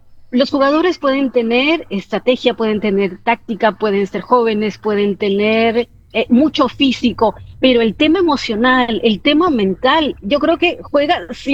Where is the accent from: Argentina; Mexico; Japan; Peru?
Peru; born there; Yo soy peruana de nacimiento, pero mi madre era lojana.